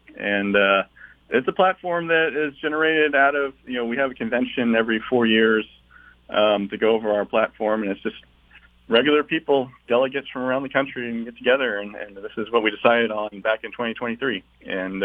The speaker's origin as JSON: {"language": "English", "region": "Texas", "country": "United States", "said": "I'm from Texas."}